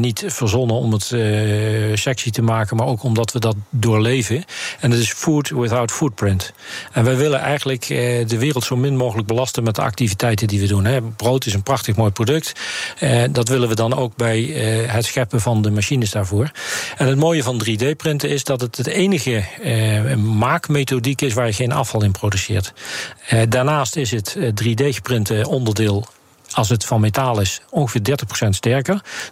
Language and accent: Dutch; Nijmegen, Gelderland, Netherlands; Ik kom uit Nijmegen